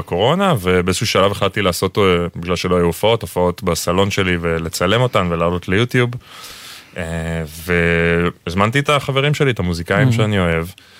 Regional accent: Zikhron Ya'akov, Haifa District, Israel; also born or lived in New York; אני בכלל גדלתי בזיכרון ואון בתל אביב

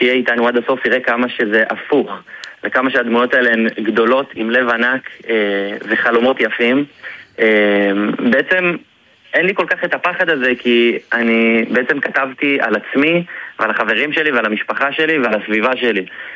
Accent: Beersheba, Southern District, Israel; אני גדלתי בשכונה א' בבאר שבע אצל סבא וסבתא שלי

